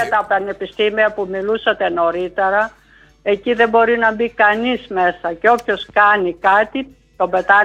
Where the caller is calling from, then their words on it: Germany; είμαι από Γερμανία.